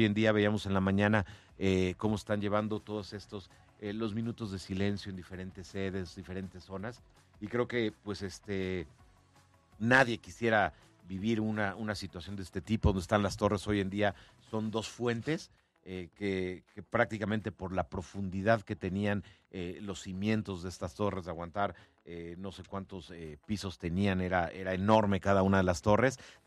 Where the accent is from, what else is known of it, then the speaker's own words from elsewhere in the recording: Mexico; O sea, totalmente ese orgullo de decir, soy mexicano, pero en verdad soy mexicano, no nada más cuando es 15 de septiembre. Hay que sentirnos orgullosos de la tierra en la que vivimos, porque nuestra patria es rica.